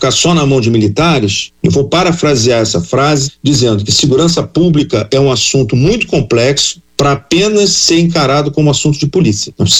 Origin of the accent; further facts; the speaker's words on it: Brazil; Nós somos brasileiros